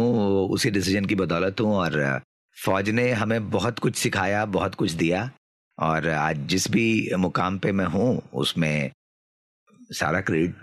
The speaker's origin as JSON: {"language": "Hindi", "town": "Muzaffarpur", "region": "Bihar", "country": "India", "tie": "born or raised there", "lives_now": "Nashik, India", "said": "नहीं, मैं वैसे तो बिहार से हूं, और अभी मैं नासिक में करीब 8-10 साल से हमारा बेस नासिक में ही है, तो आप अभी मुझे नासिक का भी कह सकते हैं, लेकिन मेरा जन्म बिहार के एक शहर मुजफ्फरपुर में हुआ, और शुरुआती की पढ़ाई मैंने वहीं करी"}